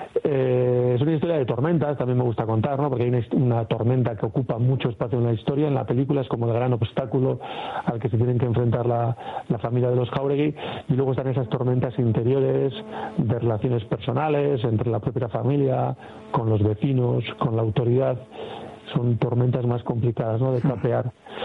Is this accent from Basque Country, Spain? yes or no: yes; Leioa, Basque Country, Spain; como soy de Leioa